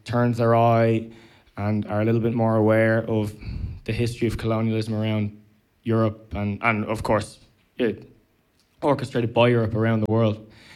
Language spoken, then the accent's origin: English; Ireland; I am Irish